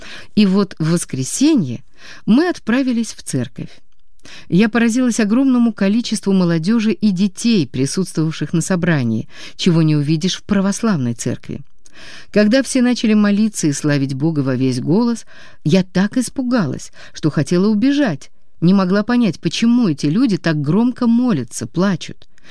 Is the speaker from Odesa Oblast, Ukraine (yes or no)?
yes; Odesa, Odesa Oblast, Ukraine; moved away as an adult; now in Canada; Сами мы из Украины, Одессы. Жили там всю нашу молодость